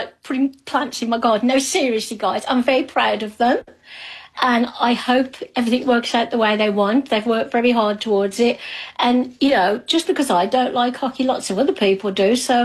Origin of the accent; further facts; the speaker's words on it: Birmingham, West Midlands, United Kingdom; born there; moved away; Birmingham City is my hometown one.